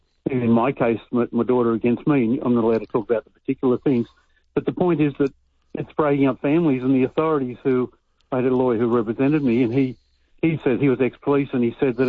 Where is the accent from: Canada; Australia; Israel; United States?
Australia; born there